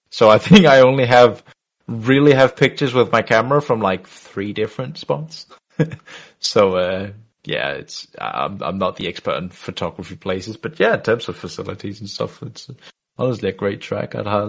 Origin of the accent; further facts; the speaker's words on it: Denmark; I'm from Denmark as well. I live in Denmark, which is like winter, 8 months of the year.